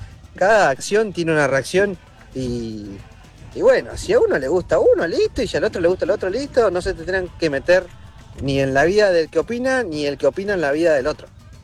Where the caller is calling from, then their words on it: Bahía Blanca, Buenos Aires Province, Argentina; de Bahía Blanca.